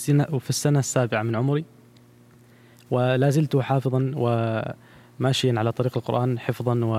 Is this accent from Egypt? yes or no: no; Oman; شيخي الذي أقرأ معه الأستاذ الكريم الفاضل خالد الحسني، أيضا من بلدي سلطنة عمان